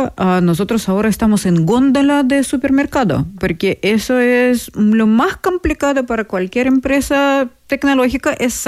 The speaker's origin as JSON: {"language": "Spanish", "country": "Russia", "second_language": "Spanish", "moved": "yes", "said": "en mi país, en Rusia"}